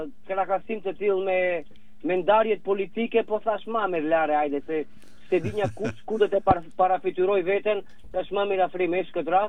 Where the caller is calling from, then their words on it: Australia; Një dëgjoj do me thë nga qendra e qytetit, konkretisht nga Docklands.